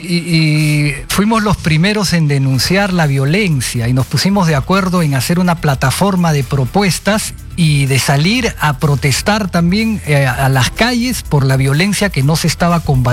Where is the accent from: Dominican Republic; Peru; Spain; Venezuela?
Peru; Esto es un problema grave que tenemos como peruanos